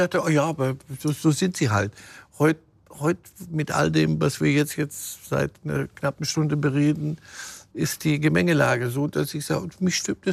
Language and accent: German; Switzerland; als Schweizer Staatsbürger